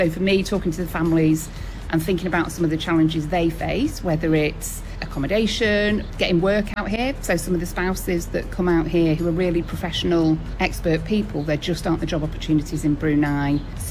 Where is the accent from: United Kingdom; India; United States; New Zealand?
United Kingdom; Stockport, North West England; I mean, I'm from Stockport, and it gets to about 18 and everybody's got a strappy top and some flip-flops on.